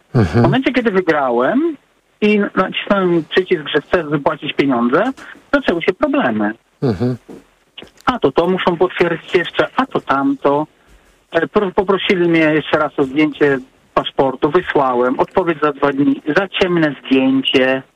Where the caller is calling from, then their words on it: England, United Kingdom; Nie wiem, czy mogę się powiedzieć, bo ja z Anglii dzwonię, nie z Polski.